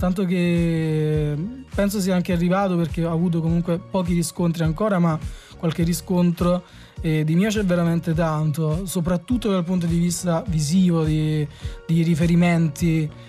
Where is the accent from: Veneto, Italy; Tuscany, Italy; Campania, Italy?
Campania, Italy; Bellizze; delle mie parti.